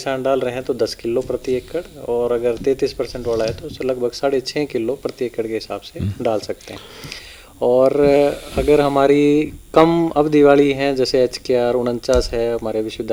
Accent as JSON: {"language": "Hindi", "town": "Yamunanagar", "region": "Haryana", "country": "India", "said": "जैसे मैं जहाँ से आता हूँ हमारे यहाँ यमुनानगर में संकर किस्में ज़्यादा लगती हैं"}